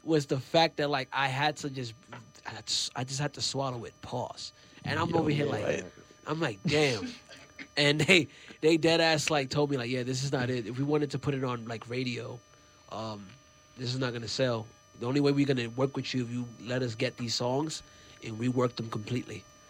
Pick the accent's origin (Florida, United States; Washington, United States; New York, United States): New York, United States; New York City; Even though I'm from New York City and I follow that whole trait and all that stuff, that is not who I am.